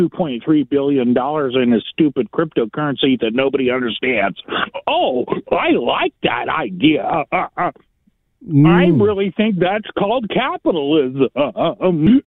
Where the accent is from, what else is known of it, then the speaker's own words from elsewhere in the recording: Needles, California, United States; Well, I'm from Needles, California